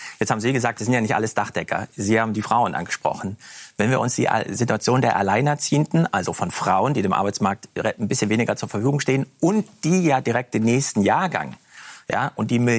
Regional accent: Sardinia, Italy; Ich habe das jetzt gesehen, ich komme aus Sardinien, man fliegt über das Mittelmeer

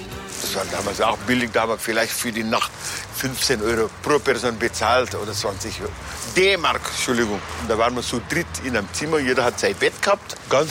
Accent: Senegal; Da war ich ja in Afrika, da war ich noch fast ein Kind. 1970.

